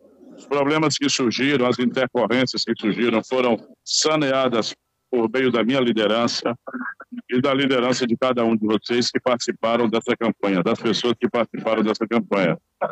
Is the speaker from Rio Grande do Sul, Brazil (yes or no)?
no; Bahia, Brazil; eu sou daqui, eu luto por esse povo, eu estou no dia a dia desse povo